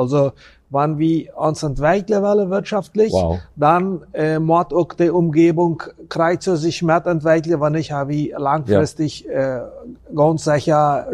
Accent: Friesland, San Pedro, Paraguay; also born or lived in Chaco; Also, ich komme ursprünglich aus Friesland.

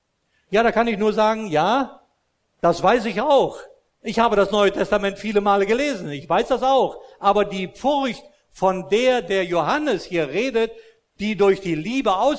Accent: Austria; Ich bin ja in Österreich groß geworden, als römisch-katholis

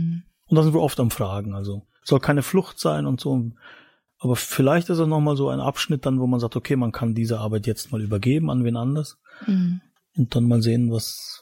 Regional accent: Mecklenburg-Vorpommern, Germany

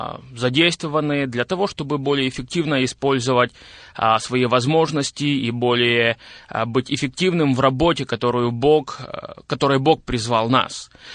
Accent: Zakarpattia Oblast, Ukraine; born or raised there; moved away as an adult; now in Boryslav, Ukraine

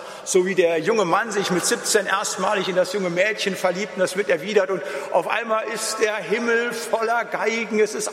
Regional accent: Bad Laasphe, North Rhine-Westphalia, Germany; Ich weiß noch, wir hatten damals eine Evangelisation bei uns in Bad Laase mit Wolfgang Vorländer.

